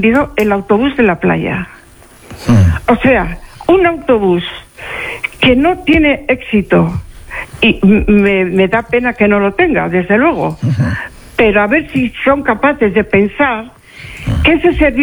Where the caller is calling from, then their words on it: Spain; yo soy de Las Arenas y he ido a la playa de Las Arenas toda mi vida.